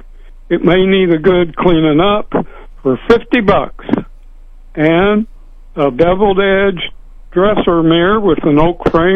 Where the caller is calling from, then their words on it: Norborne, Missouri, United States; And the phone number is 660-707-5216.